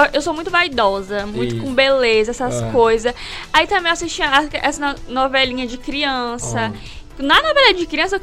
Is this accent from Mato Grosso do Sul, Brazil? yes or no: no; Codó, Maranhão, Brazil; born there; also born or lived in Teresina, Piauí